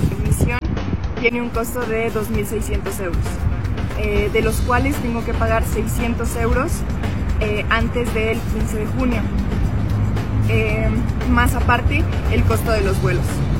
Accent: Durango, Mexico; tengo 22 años, soy de aquí de Durango

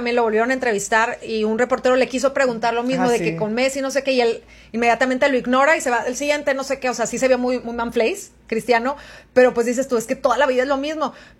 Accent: Mexico; qué bonito lo que hemos hecho en México también, demostrar quiénes somos como mexicanos.

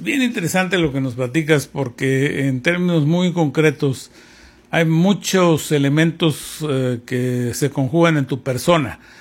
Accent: Mazatlán, Sinaloa, Mexico; yo soy de Mazatlán

